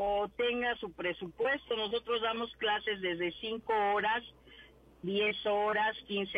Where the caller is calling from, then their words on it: Mexico City, Mexico; De la delegación Gustavo Amadero